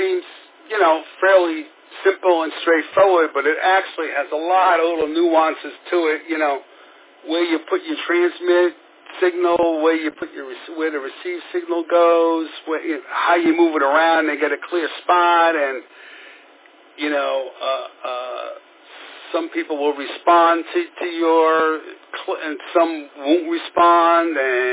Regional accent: Texas, United States; We're both from Texas, and we, like, live about 20 miles from each other

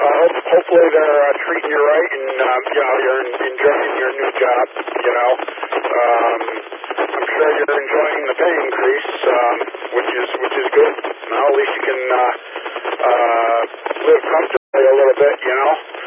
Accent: Norwich, Connecticut, United States; I'm in Norwich, close to the casino

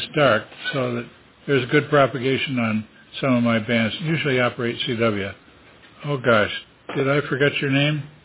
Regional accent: Wisconsin, United States; now in East Coast, United States; So I grew up in Wisconsin. I had a tough time getting acclimated to the East Coast where it's kind of hot.

